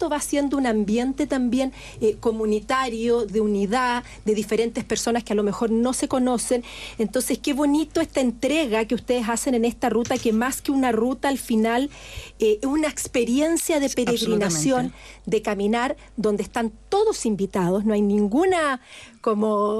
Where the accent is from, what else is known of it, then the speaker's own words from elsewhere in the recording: Chile; unirnos nosotros como chilenos.